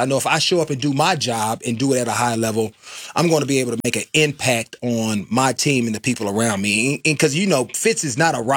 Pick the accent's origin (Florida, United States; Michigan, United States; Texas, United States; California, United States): California, United States; Oakland; He knows I'm from Oakland. He always gives me a hard time.